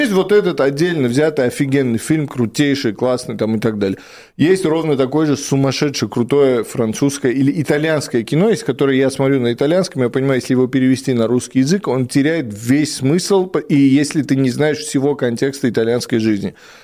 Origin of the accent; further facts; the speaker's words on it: Russia; потому что я вырос в России, в русской культуре, и я этот фильм обожаю.